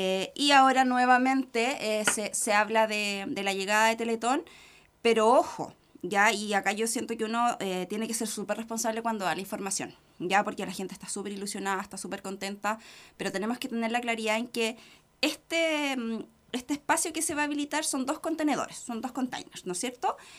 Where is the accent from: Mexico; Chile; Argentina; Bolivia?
Chile; estamos todos como chilenos muy agradecidos.